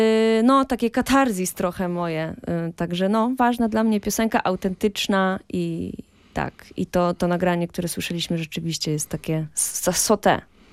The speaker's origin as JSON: {"language": "Polish", "town": "Wrocław", "region": "Lower Silesian Voivodeship", "country": "Poland", "said": "jesteśmy obydwoje z Wrocławia"}